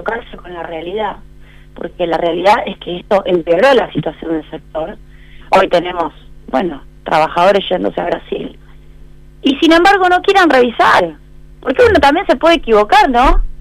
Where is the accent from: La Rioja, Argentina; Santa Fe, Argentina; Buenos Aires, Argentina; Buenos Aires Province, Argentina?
Santa Fe, Argentina; Rosario; te lo digo porque soy rosarina, así que imagínate, sí, claro, que sé perfectamente lo que es no ser porteño y mirarlo desde afuera.